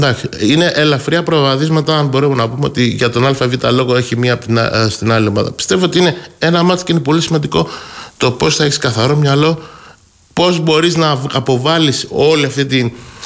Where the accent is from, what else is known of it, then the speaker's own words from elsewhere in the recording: Greece; σαν Έλληνες